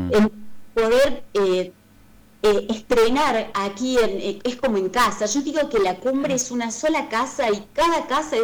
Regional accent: Córdoba, Argentina; born there; moved away as an adult; also born or lived in Buenos Aires; yo soy nacida en Córdoba capital, llegué aquí a los 24 años, vengo más de ciudad, de Buenos Aires

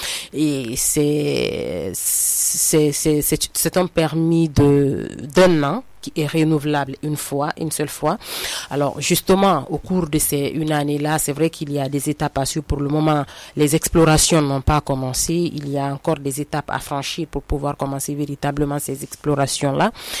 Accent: Guinea; notre Guinée à nous

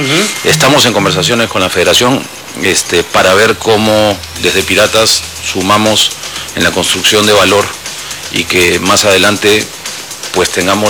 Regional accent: Lima, Peru; Yo soy de Lima, Perú.

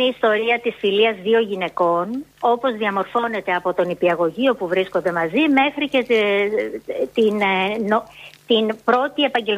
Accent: Piraeus, Attica, Greece; born there; Έχω γεννηθεί στην Καστέλα. Το σπίτι μου έβλεπε Σαρωνικό.

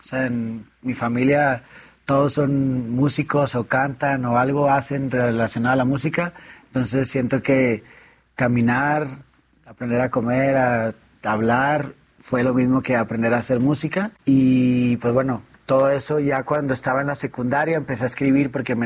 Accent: Monterrey, Nuevo León, Mexico; now in Mexico City, Mexico; la primera vez que salí de Monterrey para acá a la ciudad, mi depa estaba vacío, no tenía ni un mueble

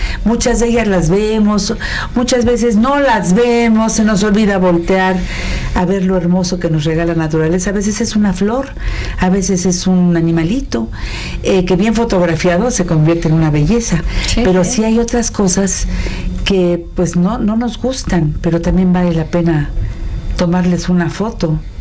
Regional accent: Oaxaca, Mexico; Es que es usted mi paisano. Le capto perfectamente la forma de hablar de mis paisanos oaxaqueños.

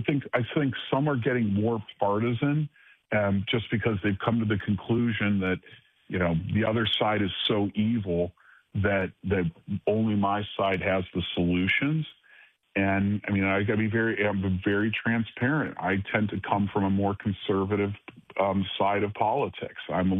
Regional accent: Cleveland, Ohio, United States; I did it because I come from Cleveland, and I'm so proud of my hometown

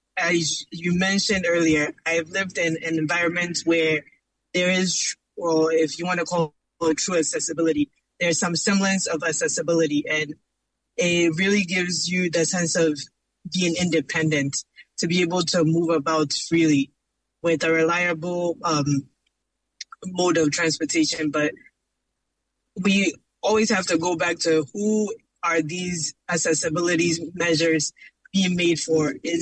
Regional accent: Kumasi, Ashanti, Ghana; So my education started in Ghana. I was raised in Kumasi.

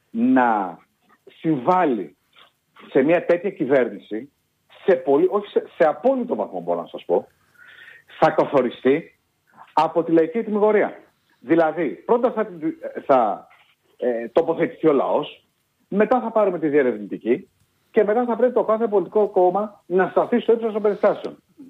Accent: Greece; συλλογικά προφανώς ως Έλληνες και ως Ελλάδα.

